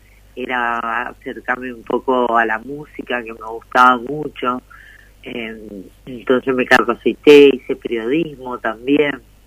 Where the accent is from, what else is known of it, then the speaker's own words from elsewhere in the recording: Mendoza, Argentina; moved away as an adult; also born or lived in Buenos Aires; quería hacerla en Mendoza porque es mi tierra